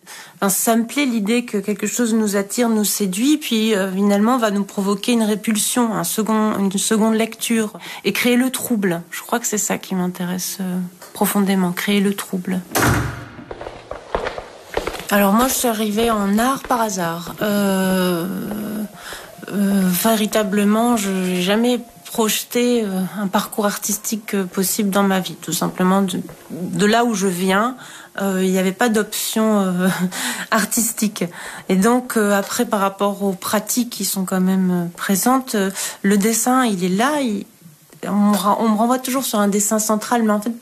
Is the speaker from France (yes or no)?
no; Belgium; born there; Alors j'ai un vrai passeport saint-marinais. Je suis saint-marinaise et franco-belge. Je suis née en Belgique. Je cumule les cartes d'identité et les passeports.